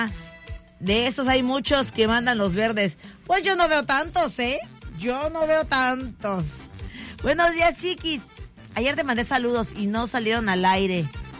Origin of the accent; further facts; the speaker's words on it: Veracruz, Mexico; Somos los de Veracruz